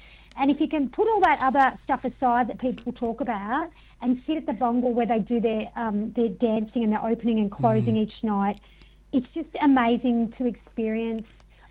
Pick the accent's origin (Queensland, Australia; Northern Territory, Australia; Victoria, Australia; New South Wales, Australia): Victoria, Australia; Melbourne; So I'm from Naam, so I'm a Wurundjeri Noongar Illawarra woman. I'm coming you to today from the lands of the Gadigal.